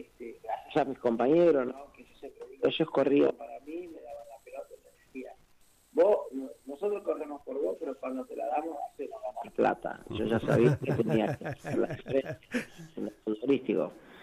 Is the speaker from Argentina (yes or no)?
yes; Argentina; born there; also born or lived in Cape Verde; tenía mi hermana que vivía acá, que me trajo para acá.